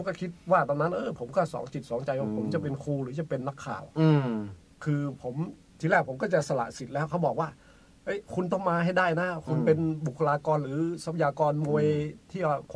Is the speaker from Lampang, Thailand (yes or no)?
yes; Lampang, Thailand; ผมก็คิดว่าผมไม่ได้นะผมก็กลับบ้านที่ลำปาง